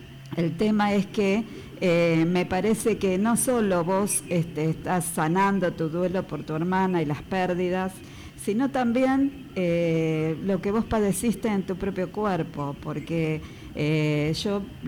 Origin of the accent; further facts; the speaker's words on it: Buenos Aires, Argentina; yo vivo, soy porteña